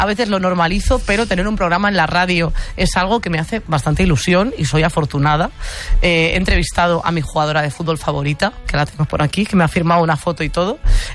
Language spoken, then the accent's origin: Spanish; A Coruña, Galicia, Spain; now in Madrid, Spain; yo soy de lejos, yo soy de Coruña y vivo lejos de mi familia como gran parte de la gente que vivimos en Madrid